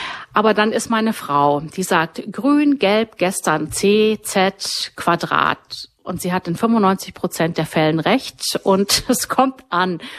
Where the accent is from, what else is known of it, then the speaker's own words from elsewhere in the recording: Bavaria, Germany; Berufsbedingt durch meinen Mann kam hier ins Rheinland. Das war mir als Bayer irgendwie alles ganz fremd.